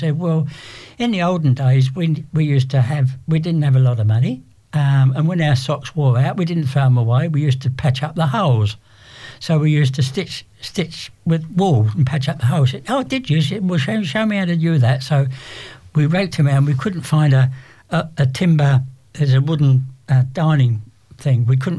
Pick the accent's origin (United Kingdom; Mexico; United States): United Kingdom; England; I'm English, as you know